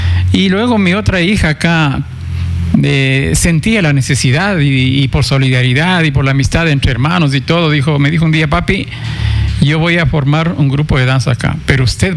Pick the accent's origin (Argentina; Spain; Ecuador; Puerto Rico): Ecuador